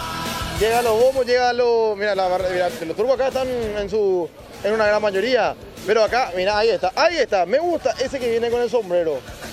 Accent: Itá, Central, Paraguay; Yo soy de Ita.

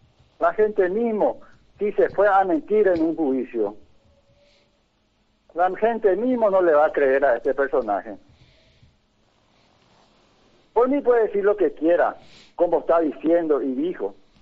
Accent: Pedro Juan Caballero, Amambay, Paraguay; me debo a mi pueblo de Pedro Juan Caballero.

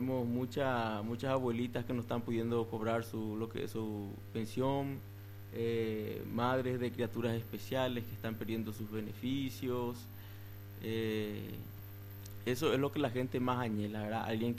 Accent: Brazil; Y yo nací en el Brasil, vivo en el Brasil, estudié en el Brasil, pero yo soy de padres paraguayos

